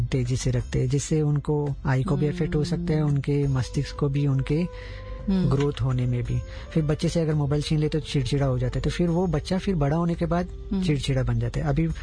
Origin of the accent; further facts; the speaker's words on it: Mumbai, Maharashtra, India; मैं मुंबई से बिलोंग करते हैं